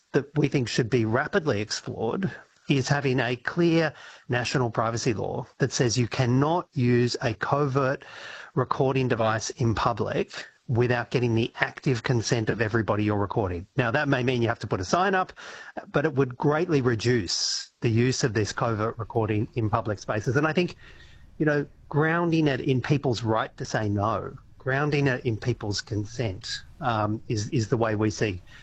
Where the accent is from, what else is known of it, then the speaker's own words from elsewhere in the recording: New South Wales, Australia; You know, there are prohibitions in my home state of New South Wales, for example, about covert surveillance at work.